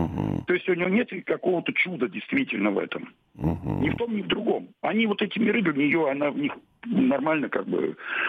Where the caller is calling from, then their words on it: Moscow, Russia; я из Москвы.